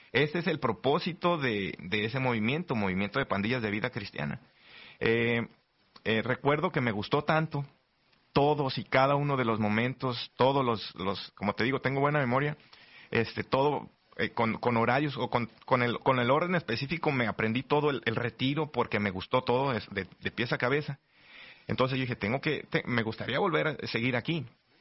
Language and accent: Spanish; Tequila, Jalisco, Mexico; de donde yo soy originario, en Tequila, Jalisco, precisamente más o menos como en los 90s